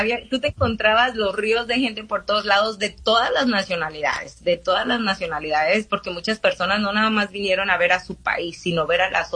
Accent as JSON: {"language": "Spanish", "country": "Mexico", "said": "nosotros como mexicanos amamos los colombianos"}